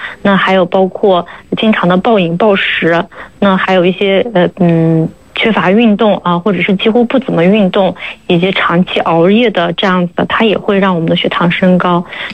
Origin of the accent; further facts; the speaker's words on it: China; 我们中国人